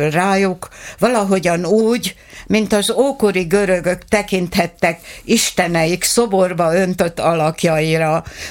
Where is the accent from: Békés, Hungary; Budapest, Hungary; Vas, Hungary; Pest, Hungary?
Békés, Hungary; Kunágota; megjelentettem a szülőfalumat, Kunágotát, és apukám szülőfaluját, Dombiratost.